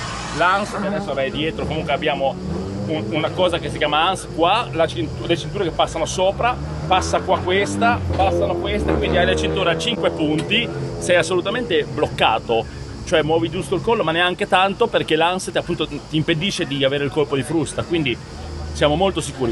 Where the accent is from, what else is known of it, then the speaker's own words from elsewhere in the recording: Liguria, Italy; Noi che siamo liguri ci guardiamo, sì, poi voglio dire, i soldi sono soldi